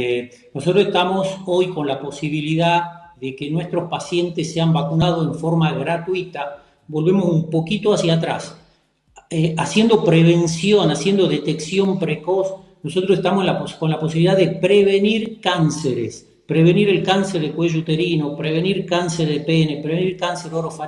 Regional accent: Tucumán, Argentina; accent: tonada; Me traicionó un poquito la tonada, soy de Tucumán.

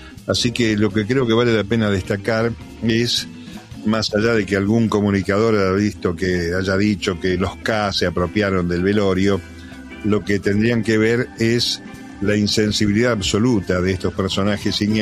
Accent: La Plata, Buenos Aires Province, Argentina; somos de La Plata contemporáneos, unos cuantos

